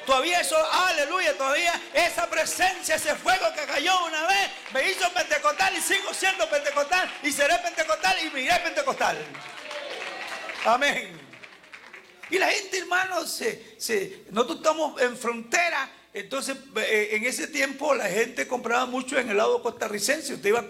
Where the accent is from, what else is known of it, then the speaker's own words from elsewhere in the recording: Panama; Acuérdense que soy panameño.